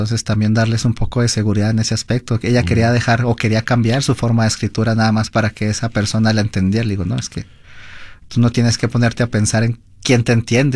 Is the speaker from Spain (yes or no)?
no; Mexico; Entonces trata uno de decir, ah, yo soy mexicano y también puedo escribir como ellos.